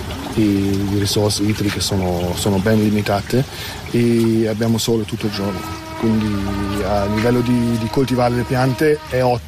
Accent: Baltic coast, Germany; Italian is a second language; moved away as an adult; now in Cape Verde; Sono dalla Germania, dal mare Baltico, sul Susso, sono nato nel 1988 e sono a Capo Verde dal 2019, fisso.

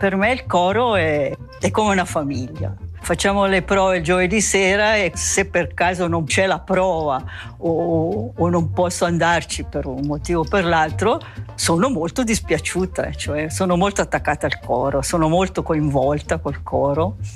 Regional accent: Bellinzona, Ticino, Switzerland; moved away as an adult; now in Lugano, Switzerland; sono nata a Bellinzona, sono cresciuta a Bellinzona, adesso sono 54 anni che sono a Lugano.

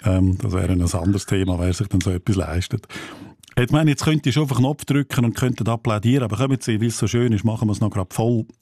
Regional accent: Aargau, Switzerland; Ich bin ja ein Aargauer.

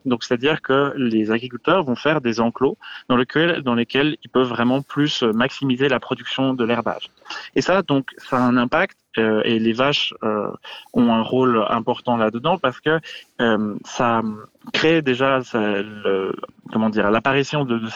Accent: La Chaux-de-Fonds, Neuchâtel, Switzerland; Alors, je viens de la Chaux-de-Fonds, mais le pâturage boisé jurassien de manière générale, je l'ai pas mal parcouru

